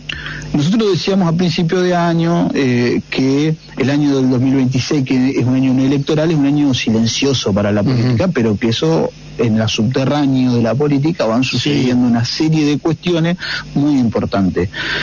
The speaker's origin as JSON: {"language": "Spanish", "country": "Argentina", "said": "si uno no ha vivido acá, si no lo ha percibido acá como un argentino"}